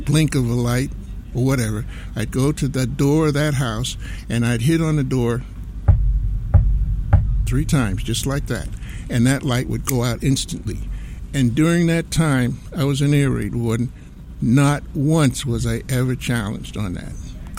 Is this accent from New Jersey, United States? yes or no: yes; New Jersey, United States; I was brought up in New Jersey